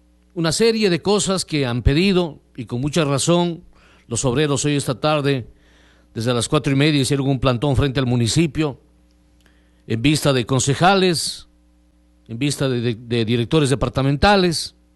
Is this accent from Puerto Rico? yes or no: no; Gonzanamá, Loja, Ecuador; now in Amazon region, Ecuador; al menos de donde vengo, en la provincia de Loja, el cantón Gonzanamá.